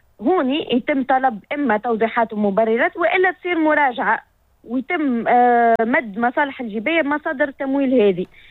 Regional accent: Tunisia; عندنا في تونس

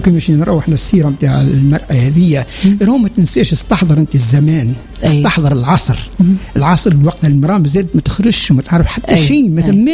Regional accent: Sfax, Sfax Governorate, Tunisia; بلدي صفاقس

